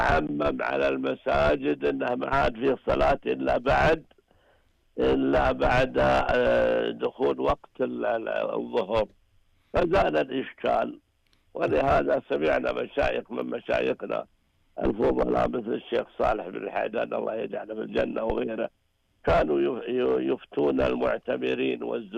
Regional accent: Saudi Arabia; المسجد الآن إذا دخلنا نجد نصف غير سعوديين، إخواننا جاءوا يطلبون الرزق عندنا ويصلون معنا.

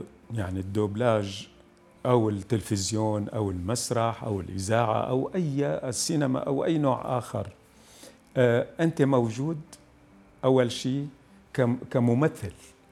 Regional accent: Quneitra Governorate, Syria; now in Damascus, Syria; لا شك بأنه النشأة تعرف هي بقرية بمنطقة البطيحة. هاي القرية لهجتنا هي موجودة بين فلسطين، جنوب لبنان، درعا والجانب السوري، فهي منطقة ربط

